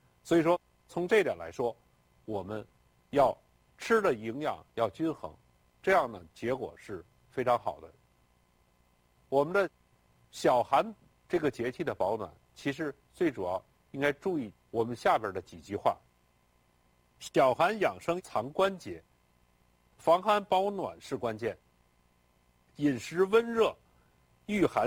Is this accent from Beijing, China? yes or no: yes; Beijing, China; 我小时候在北京